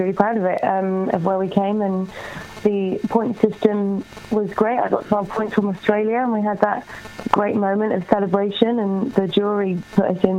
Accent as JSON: {"language": "English", "town": "Cardiff", "region": "Wales", "country": "United Kingdom", "tie": "born or raised there", "said": "I'm from Cardiff, so I grew up in Cardiff."}